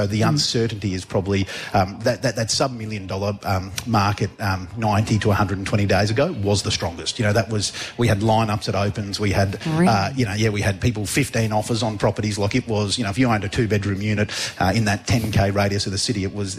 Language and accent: English; Brisbane, Queensland, Australia; moved away as an adult; also born or lived in Sydney; I grew up in Brisbane, and then I moved to Sydney, and then I came back.